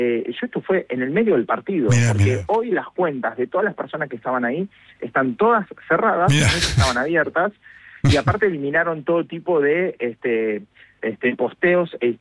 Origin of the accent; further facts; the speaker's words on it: San Nicolás de los Arroyos, Buenos Aires Province, Argentina; yo estaba en San Nicolás, soy de San Nicolás, con mi familia